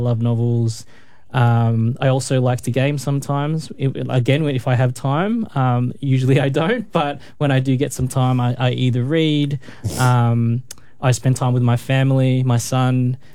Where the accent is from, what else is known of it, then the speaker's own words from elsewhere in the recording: Melbourne, Victoria, Australia; I grew up in the West Side.